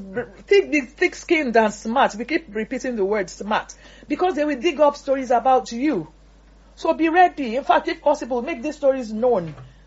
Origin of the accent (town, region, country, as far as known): Nigeria